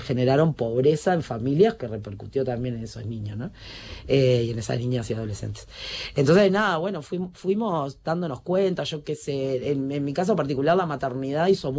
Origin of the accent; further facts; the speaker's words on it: Uruguay; crecí desde los 0 a los 8 años yendo cada domingo al penal de Punta de Rieles